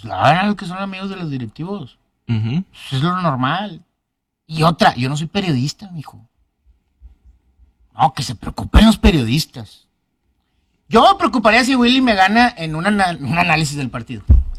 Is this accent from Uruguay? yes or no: no; Mexico; ese día, no, no, nos estábamos muriendo nosotros como mexicanos.